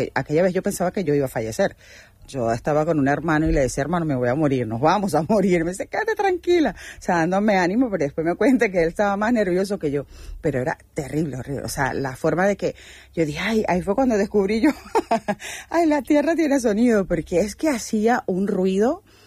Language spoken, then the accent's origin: Spanish; Maturín, Monagas, Venezuela; moved away as an adult; now in Spain; en mi tierra, en Maturín, en Monagas